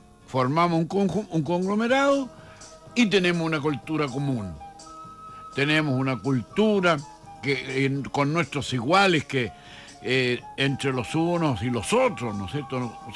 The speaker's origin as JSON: {"language": "Spanish", "country": "Chile", "tie": "born there", "said": "Yo soy chileno porque yo quiero esta tierra, porque esta es mi tierra donde yo nací. Bueno, los padres míos, que también son chilenos"}